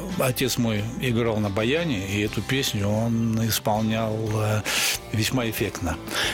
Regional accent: Donbas, Ukraine; я родился на Донбассе и провел там детство, юношество, и я очень с большим теплотом вспоминаю это время

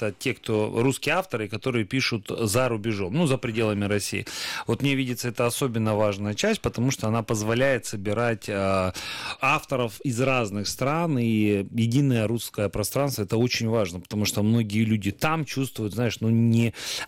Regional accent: Sevastopol, Crimea, Ukraine; я честно говорил, я из Севастополя.

